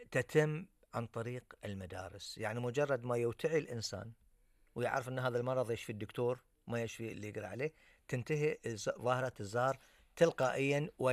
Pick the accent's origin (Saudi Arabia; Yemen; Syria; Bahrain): Bahrain; عندنا في البحرين